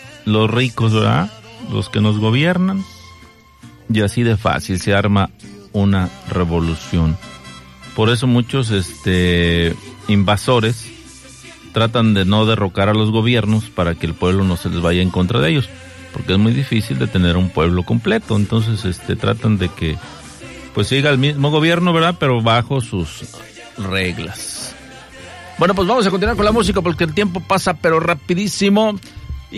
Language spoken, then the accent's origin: Spanish; Hidalgo, Mexico